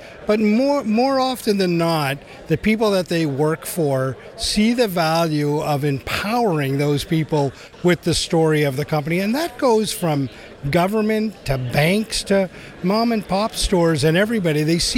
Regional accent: Newfoundland and Labrador, Canada; Yeah, well, I'm originally from Newfoundland, so I probably come with that storytelling ability built

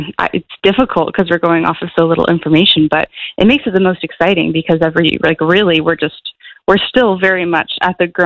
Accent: Ontario, Canada; moved away; I'm originally from Ontario, but I really wanted to study this type of paleontology.

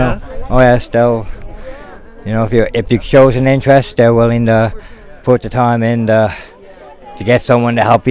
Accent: St. John's, Newfoundland and Labrador, Canada; I grew up on Single Hill

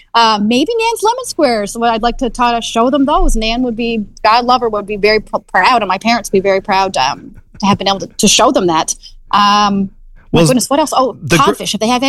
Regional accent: East Coast, Canada; I'm from the East Coast.

